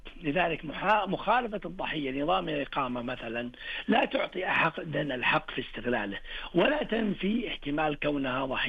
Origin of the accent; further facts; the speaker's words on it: Saudi Arabia; عندنا في المملكة العربية السعودية